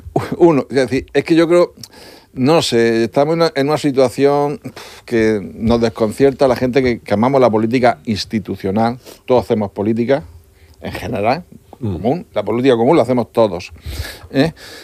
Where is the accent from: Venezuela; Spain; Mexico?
Spain; Las Torres de Cotillas, Region of Murcia; yo que soy de las Torres de Cotilla